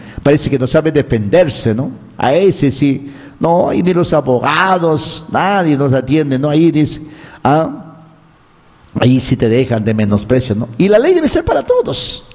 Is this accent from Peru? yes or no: yes; Peru; Soy cristiano, soy persona, soy peruano.